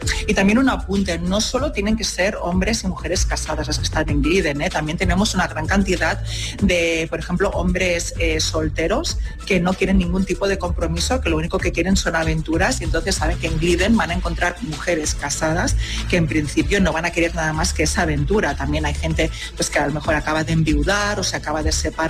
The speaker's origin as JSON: {"language": "Spanish", "country": "Spain", "said": "y vosotros sabréis mejor que yo soy española y no vivo en Colombia"}